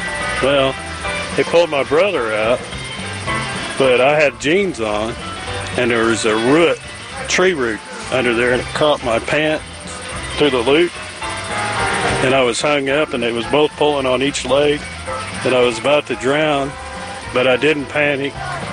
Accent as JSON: {"language": "English", "town": "Calumet", "region": "Oklahoma", "country": "United States", "said": "I'm from Calumet, Oklahoma. I am fourth generation Okie Noodler."}